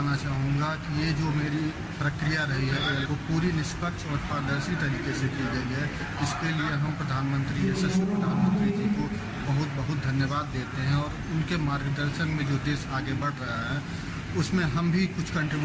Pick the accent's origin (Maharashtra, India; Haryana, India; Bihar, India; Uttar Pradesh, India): Uttar Pradesh, India; Gorakhpur; मैं गोरखपुर का रहने वाला हूँ।